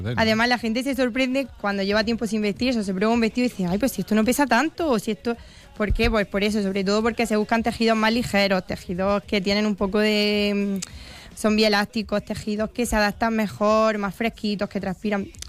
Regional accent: Baza, Andalusia, Spain; a mí me encanta vender cosas de mi pueblo

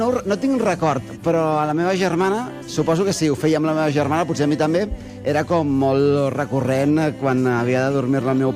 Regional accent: Ribeira de Piquín, Galicia, Spain; Jo soc del Concello de Ribeira de Piquín, de Lugo.

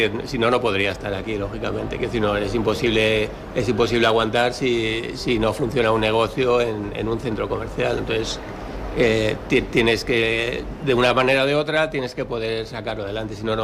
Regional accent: Guadalajara, Castilla-La Mancha, Spain; Además, que si nosotros somos de Guadalajara, nos gusta sacar cosas personalizadas de Guadalajara.

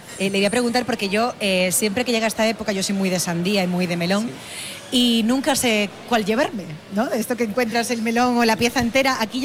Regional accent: Almería, Andalusia, Spain; somos los almerienses

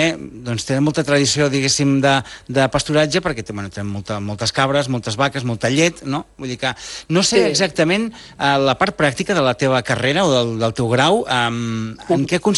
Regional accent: Gironella, Catalonia, Spain; La Laura, la família de la Laura és de Gironella, jo sóc de Gironella, i ens hem trobat aquí a la ràdio.

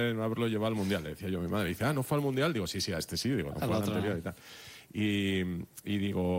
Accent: Asturias, Spain; Yo soy asturiano.

